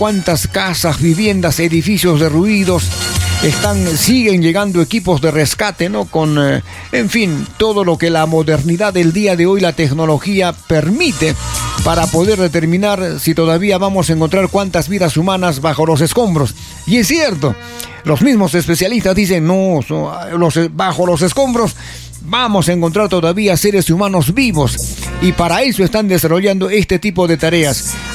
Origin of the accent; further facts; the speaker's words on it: Peru; nosotros como peruanos